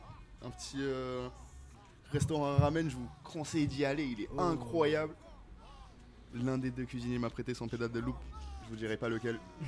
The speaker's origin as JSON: {"language": "French", "region": "London", "country": "United Kingdom", "tie": "born or raised there", "first_language": "English", "second_language": "French", "moved": "yes", "lives_now": "France", "said": "Et j'ai grandi à Londres."}